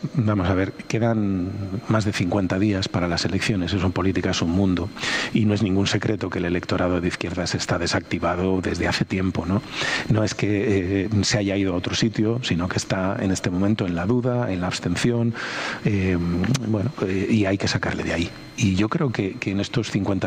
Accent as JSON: {"language": "Spanish", "town": "Valladolid", "region": "Castile and León", "country": "Spain", "said": "Pero yo soy de Valladolid, secretario general provincial de Valladolid."}